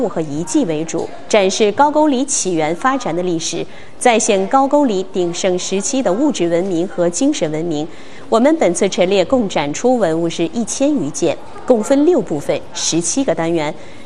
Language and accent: Chinese; Northeast China, China; 咱们东北话叫什么，地印子